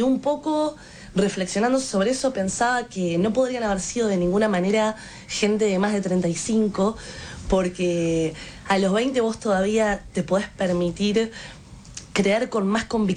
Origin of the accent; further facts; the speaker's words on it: Uruguay; Yo soy uruguaya